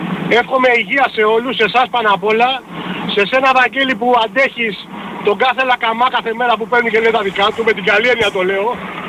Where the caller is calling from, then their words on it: Petroupoli, Attica, Greece; από Πετρούπολη Πετράλωνα.